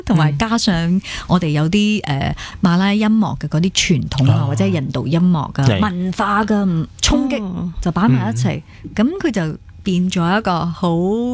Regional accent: Malaysia

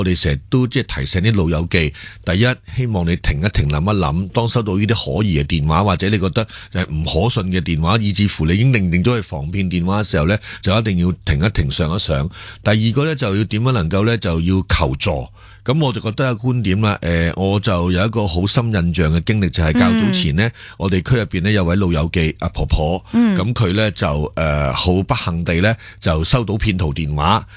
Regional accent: Hong Kong

